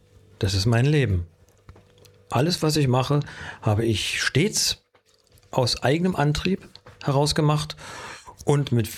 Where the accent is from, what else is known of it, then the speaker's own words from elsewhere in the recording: Berlin, Germany; Also als richtiger Berliner ist man damit groß geworden, auch wenn man oft angehalten wurde, bitte Hochdeutsch zu sprechen.